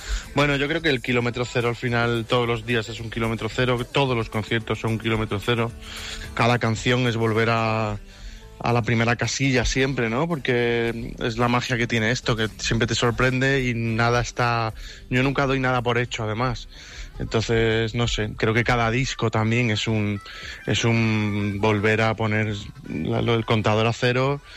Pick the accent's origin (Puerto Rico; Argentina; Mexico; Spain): Spain; yo soy un artista español